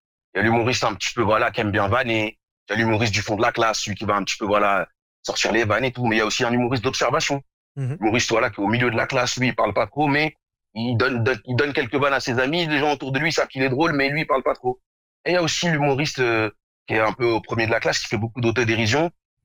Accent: Morocco; parce que moi, je suis marocain, mais je suis aussi noir.

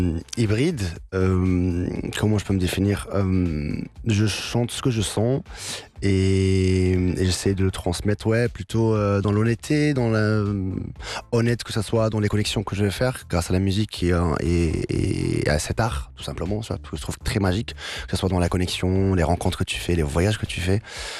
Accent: Tangier, Tanger-Tetouan-Al Hoceima, Morocco; donc moi j'habitais déjà à Tanger, donc d'une famille casablancaise, mais j'ai grandi à Tanger parce que mon papa il s'est installé là

